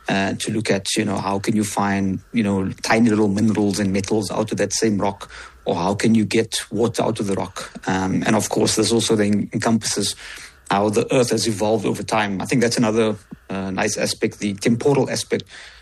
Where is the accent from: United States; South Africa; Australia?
South Africa; Cape Town, Western Cape; I grew up in Retreat